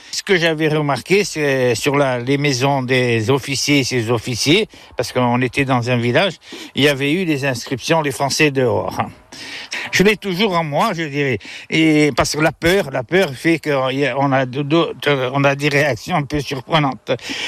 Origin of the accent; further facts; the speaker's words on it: Morocco; born there; Il faut savoir que je suis né au Maroc parce que mon père était militaire au Maroc, dans les Goum.